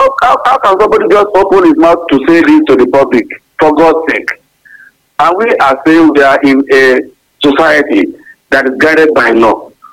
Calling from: Nigeria; from Lugweru.

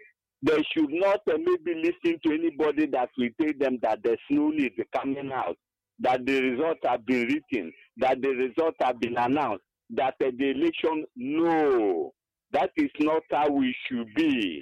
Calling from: Enugu, Enugu State, Nigeria; I call from Enugu.

